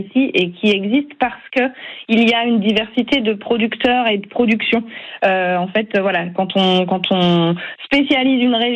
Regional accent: Marçon, Pays de la Loire, France; born there; moi je suis née à Marçon dans une famille d'agriculteurs

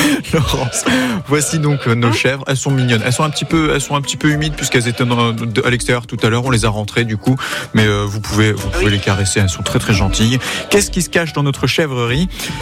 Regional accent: Normandy, France; moved away; Moi je vous avoue, je suis originaire de Normandie

